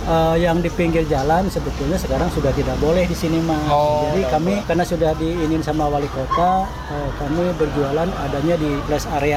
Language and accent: Indonesian; West Java, Indonesia; Itu senang-senang yang kami selaku orang Sunda ya.